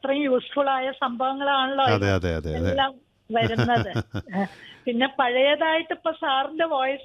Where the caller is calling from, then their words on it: Kozhikode, Kerala, India; ഞാൻ മായനാട്.